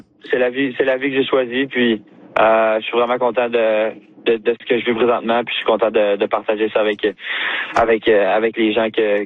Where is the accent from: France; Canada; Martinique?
Canada; Quebec; Comme t'as dit, en tant que Québécois, de jouer pour le Canadien, c'est spécial.